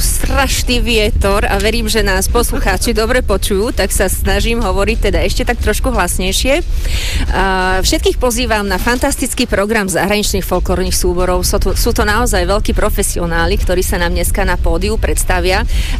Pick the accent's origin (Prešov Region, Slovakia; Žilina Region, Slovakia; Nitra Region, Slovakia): Nitra Region, Slovakia; Levice; U nás v Leviciach, mnohí to veľmi dobre poznajú, v Leviciach je strašne teplo v lete